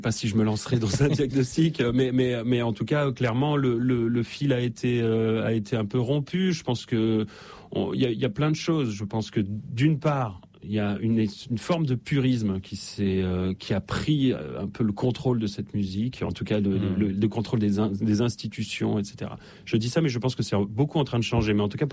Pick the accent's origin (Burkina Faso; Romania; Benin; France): France; Nîmes, Occitanie; quand j'étais petit et adolescent à Nîmes